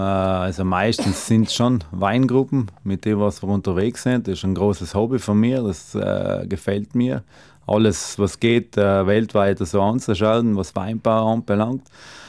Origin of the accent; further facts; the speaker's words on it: Trentino-Alto Adige, Italy; kommt von daher, wo wir auch herkommen als Südtiroler